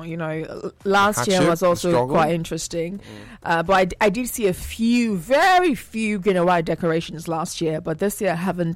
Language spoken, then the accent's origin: English; Nigeria